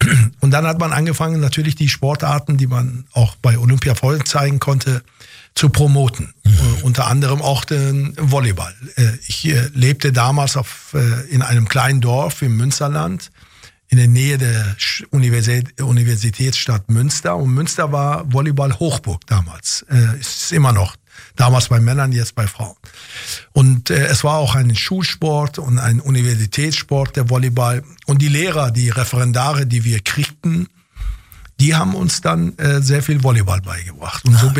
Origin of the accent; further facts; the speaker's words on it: Iran; born there; German is a second language; Ich bin ja gebürtiger Iraner